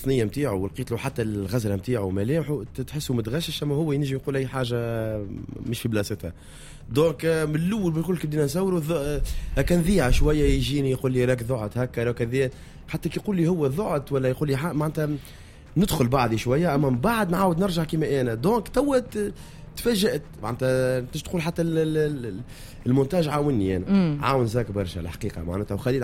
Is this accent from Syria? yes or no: no; Tunisia; المتفدليك نتاعنا التونسي